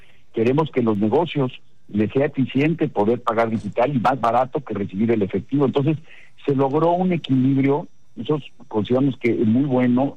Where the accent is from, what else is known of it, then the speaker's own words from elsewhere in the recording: Mexico; a mí me inspira mucho como mexicano